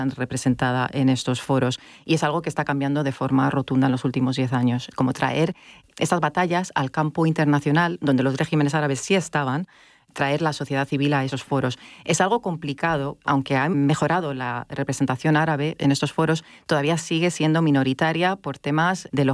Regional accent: Lebanon

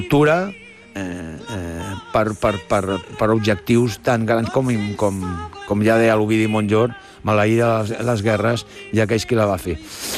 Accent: Barcelona, Catalonia, Spain; born there; jo que sóc nascut a Hostafrans

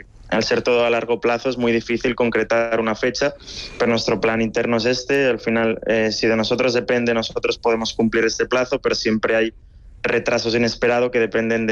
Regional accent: Spain; no solo como españoles, sino también como europeos.

